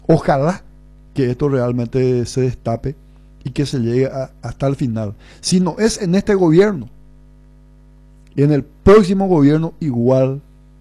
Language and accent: Spanish; Paraguay; No es lo que yo quiero como paraguayo